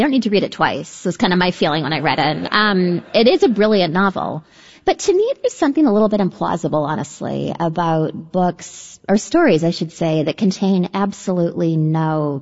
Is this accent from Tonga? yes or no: no; Canada; I'm Canadian. I feel like I was politer about